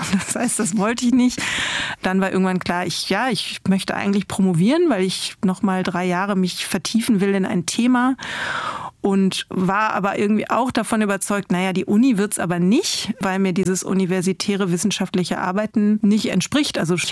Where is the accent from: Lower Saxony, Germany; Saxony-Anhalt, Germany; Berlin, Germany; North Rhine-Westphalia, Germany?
North Rhine-Westphalia, Germany; wenn ich in der Gegend bin, ich komme aus dem Münsterland, dann sehe ich immer wieder jemanden